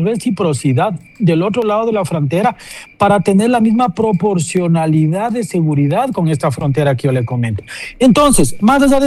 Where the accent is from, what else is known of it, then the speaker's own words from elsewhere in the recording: Ecuador; soy ecuatoriano